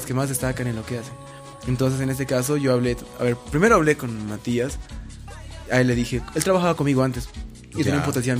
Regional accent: Oruro, Bolivia; moved away; also born or lived in La Paz / Cochabamba / Santa Cruz; yo por ejemplo soy de Oruro, pero tuve que vivir en La Paz, en Cochabamba, en Santa Cruz para cumplir mis sueños.

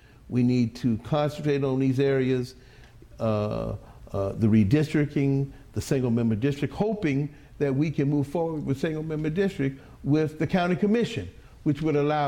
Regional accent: Jacksonville, Florida, United States; When I was growing up in Jacksonville

